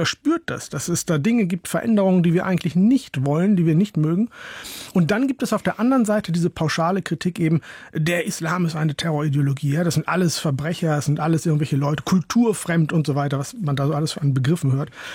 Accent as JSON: {"language": "German", "region": "Northern Germany", "country": "Germany", "said": "Tatsächlich komme ich aus Holland-Schwielen, vielleicht aus einem Dorf in Norddeutschland, aber das meinen die nicht."}